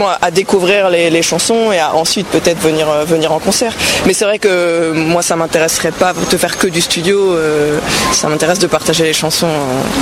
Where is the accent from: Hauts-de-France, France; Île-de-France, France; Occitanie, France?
Île-de-France, France; Cergy; J'ai grandi à Cergy, en fait, jusqu'au bac, quoi. Jusqu'à il y a très récemment, mon père habitait toujours là-bas, donc c'est toujours un point d'ancrage.